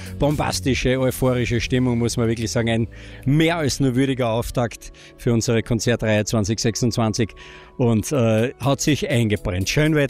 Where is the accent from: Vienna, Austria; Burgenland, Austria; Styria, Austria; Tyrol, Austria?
Styria, Austria; Graz; come sempre, wie wir Italiener aus Graz so sagen.